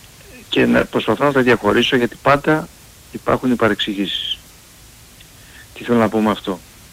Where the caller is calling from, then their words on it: Vouliagmeni, Attica, Greece; Σταμάτησα από βουλιαγμένη Παναθηναϊκός.